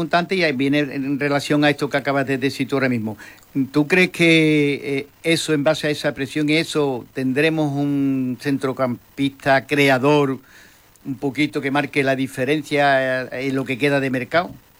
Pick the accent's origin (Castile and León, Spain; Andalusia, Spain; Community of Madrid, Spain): Andalusia, Spain; Porque yo como andaluz, yo entiendo muchas cosas.